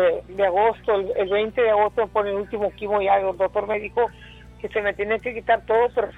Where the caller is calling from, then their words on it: Texas, United States; De aquí, de Caos, Texas